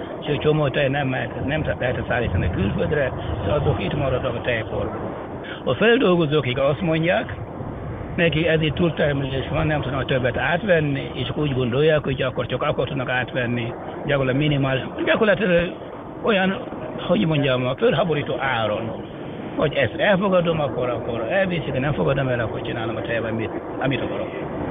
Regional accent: Mali; Hungarian is a second language; moved away as an adult; now in Hungary; mi a francia gyármat az a Mali, ahonnan jöttem Nyugat-Afrika

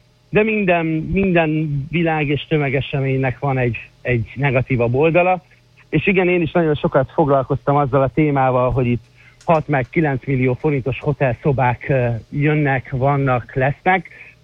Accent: Hungary; alapvetően magyarként

